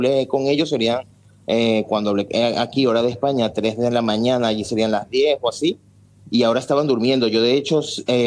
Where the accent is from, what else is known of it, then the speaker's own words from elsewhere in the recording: Venezuela; a tan solo una calle del lugar donde yo nací, crecí.